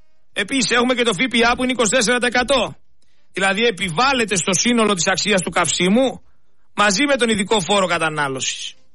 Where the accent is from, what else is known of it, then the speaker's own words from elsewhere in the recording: Greece; εμείς σαν Έλληνες